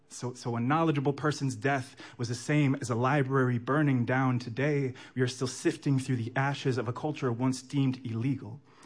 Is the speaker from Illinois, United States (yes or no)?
no; Hawaii, United States; born or raised there